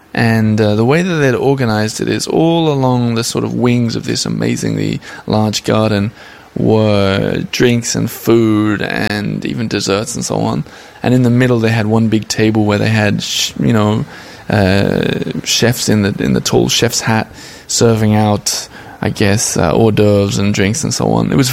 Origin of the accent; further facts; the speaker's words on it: Australia; which was also kind of baffling to me as an Australian telling Americans what was going on for the Olympics.